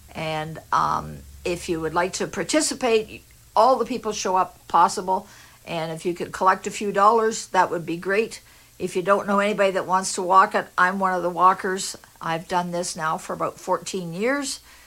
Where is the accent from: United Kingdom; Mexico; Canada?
Canada; my answering machine says you've reached the home of a proud Canadian.